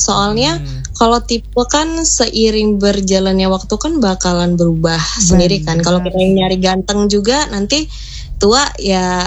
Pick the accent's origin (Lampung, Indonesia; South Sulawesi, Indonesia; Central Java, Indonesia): Lampung, Indonesia; aku asalnya dari Lampung.